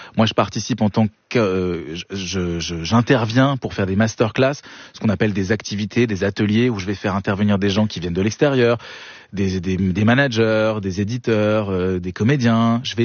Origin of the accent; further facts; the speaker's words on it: German-speaking Switzerland, Switzerland; comme il doit savoir que je suis suisse allemand, il a un problème.